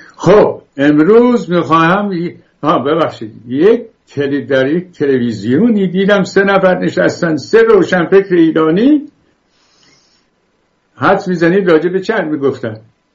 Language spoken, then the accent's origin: Persian; Bakhtiari, Iran; چون من خودم بختیاری هستم